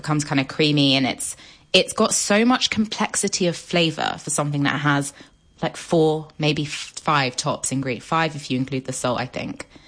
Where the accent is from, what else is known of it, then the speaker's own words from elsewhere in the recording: Paris, Île-de-France, France; because I grew up in Paris